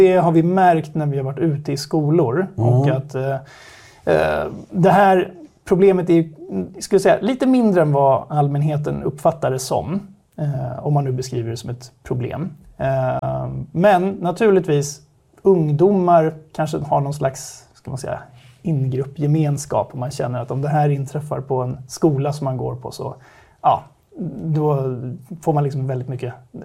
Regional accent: Stockholm, Stockholm County, Sweden; Jag kommer från Stockholm. Akademiker bakgrund. Jag är jurist från början.

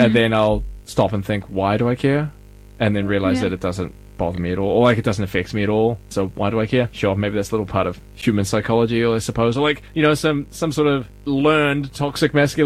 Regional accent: New Zealand; And granted, I come from New Zealand where we don't have great pizza either.

